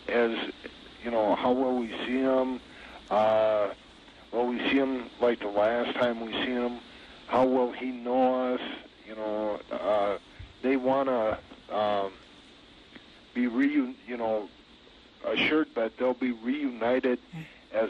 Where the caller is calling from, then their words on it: Beaver Dam, Wisconsin, United States; Beaver Dam, Wisconsin.